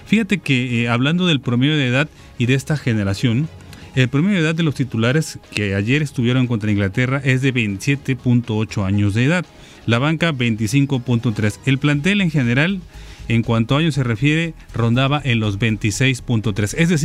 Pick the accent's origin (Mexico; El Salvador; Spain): Mexico